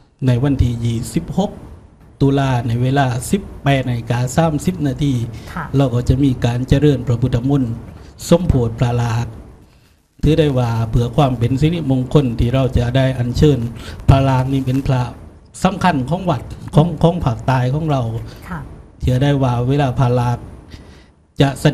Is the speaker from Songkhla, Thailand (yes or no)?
yes; Songkhla, Thailand; ในฐานะเราเป็นชาวสงขลา